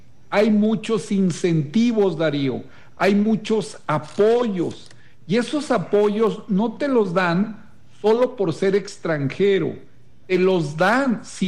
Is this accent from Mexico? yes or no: yes; Mexico; Yo, siendo mexicano, tengo seguro social americano y tengo líneas de crédito en Estados Unidos